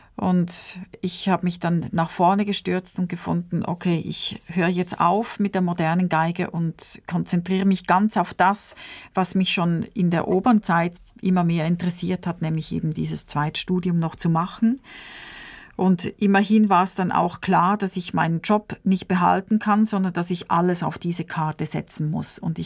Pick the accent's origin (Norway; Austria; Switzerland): Switzerland; Bei uns in der Schweiz war das so, dass man an 4 Nachmittagen pro Woche Schule hatte und dann auch noch am Samstagmorgen.